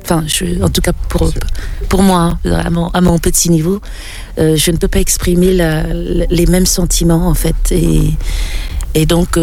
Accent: Cameroon; first language French; ma langue maternelle c'est le français, parce qu'au Cameroun on parle, le Cameroun est un pays bilingue, anglais-français, plus les dialectes.

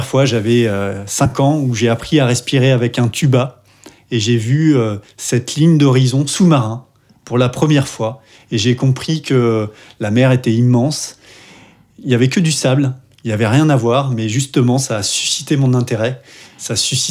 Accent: Saint-Malo, Brittany, France; moved away as an adult; now in Le Conquet, France; je suis originaire de Saint-Malo.

